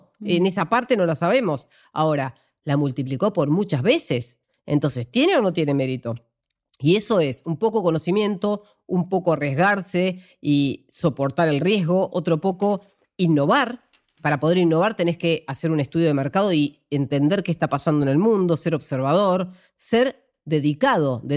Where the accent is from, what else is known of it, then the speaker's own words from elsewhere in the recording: Argentina; yo también soy argentina